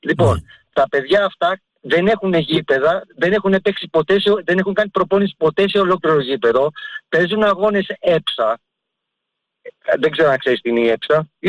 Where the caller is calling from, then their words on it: Ilioupoli, Attica, Greece; είμαι από την Ηλιούπολη.